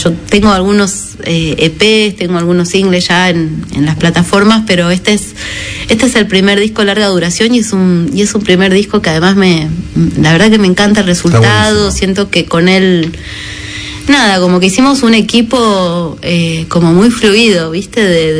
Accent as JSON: {"language": "Spanish", "town": "Trevelin", "region": "Chubut", "country": "Argentina", "said": "vengo desde Trevelin, que queda en Chubut, en la cordillera"}